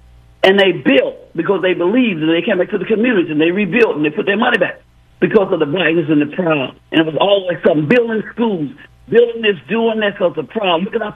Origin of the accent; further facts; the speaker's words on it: Montgomery, Alabama, United States; Well, you know, I grew up in the civil rights movement. I'm from Montgomery.